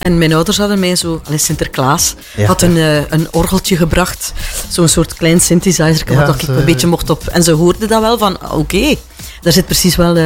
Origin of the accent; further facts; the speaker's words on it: Wetteren, Flanders, Belgium; Ja, dat was eigenlijk lokaal. Hè. Ja. Dus in de eigen streek. Ik ben van Wetteren. Dus de mensen... er werd dan ook veel reclame gemaakt, omdat ik de zangeres van Wetteren...